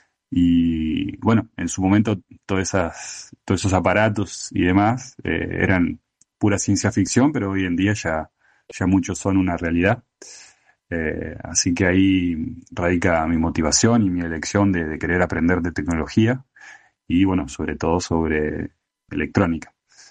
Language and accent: Spanish; Paraná, Entre Ríos, Argentina; also born or lived in Santa Fe, Argentina; Tengo 31 años, nací en Santa Fe, pero vivo en Paraná desde los 5 años.